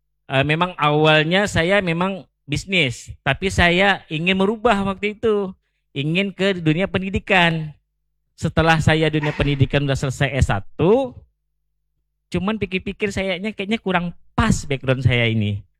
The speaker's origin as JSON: {"language": "Indonesian", "town": "Pontianak", "region": "West Kalimantan", "country": "Indonesia", "tie": "born or raised there", "said": "Kita memang orang asli Kota Pontianak."}